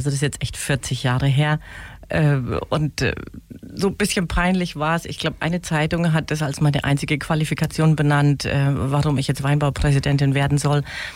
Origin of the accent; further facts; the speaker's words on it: Wiesenbronn, Bavaria, Germany; ich bin auf dem Weindorf aufgewachsen